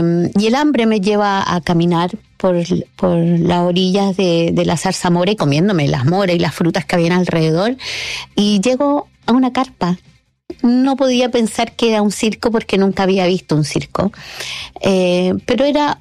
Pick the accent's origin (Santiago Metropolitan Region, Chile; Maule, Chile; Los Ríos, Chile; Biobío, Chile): Maule, Chile; Parral; born there; Pero hace muchos años, yo nací en Parral.